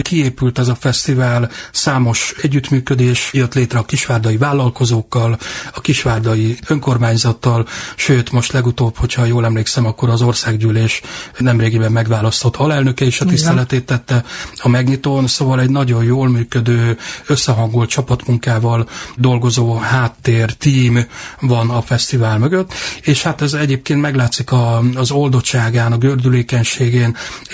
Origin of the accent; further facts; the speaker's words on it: Salgótarján, Nógrád, Hungary; born there; Tarjánéban születtem, igen